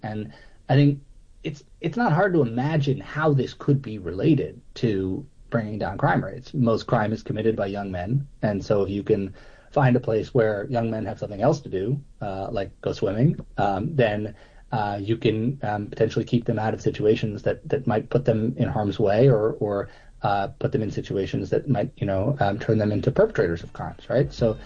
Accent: New York, United States; Take an example from my hometown of New York

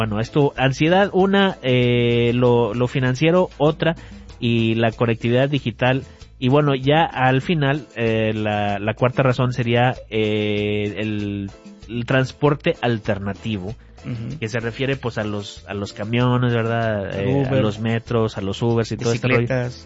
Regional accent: Monterrey, Nuevo León, Mexico; moved away; yo nací y crecí en Monterrey, que es una ciudad enorme

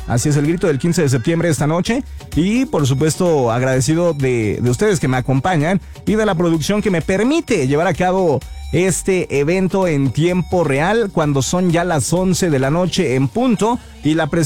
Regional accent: Mexico; nosotros como mexicanos amamos todo lo que tenemos aquí en México

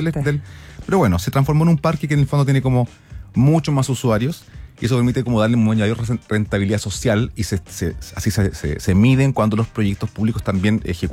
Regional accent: Santiago, Santiago Metropolitan Region, Chile

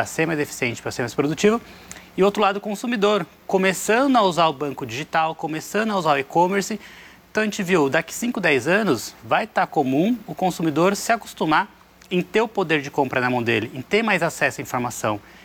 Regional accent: Bragança Paulista, São Paulo, Brazil; pais tinham restaurante, meus tios tinham restaurante, lá em Bragança Paulista, cidade do interior, e me mudei de Bragança para Sorocaba para fazer faculdade de engenharia mecatrônica.

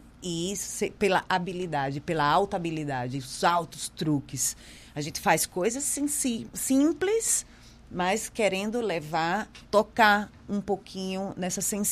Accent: Alagoas, Brazil; Eu sou alagoana.

